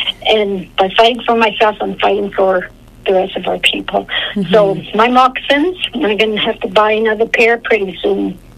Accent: Inuvik, Northwest Territories, Canada; from Inuvik, the Northwest Territories, the Beaufort Delta, and all the Northwest Territories, and I can't find a job.

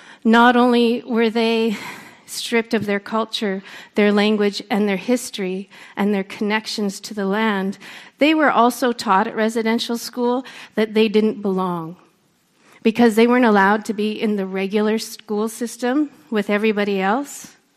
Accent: Prince George, British Columbia, Canada; also born or lived in North Vancouver; I grew up in Prince George. I grew up in white suburbia. There was one black kid at our school, and there was a handful of East Indian students at our school

